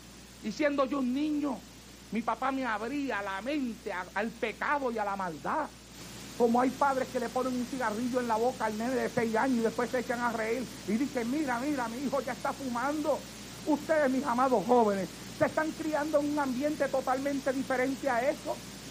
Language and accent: Spanish; Santa Isabel, Puerto Rico; yo dormía en la plaza pública de mi pueblo, en el pueblo de Santa Isabel, en Puerto Rico.